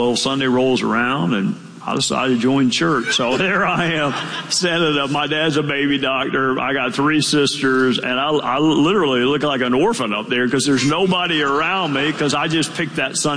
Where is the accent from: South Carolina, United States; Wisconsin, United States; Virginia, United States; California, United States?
South Carolina, United States; Greenville; born there; Look, I mean, imagine I was born in Greenville. You're very familiar with South Carolina.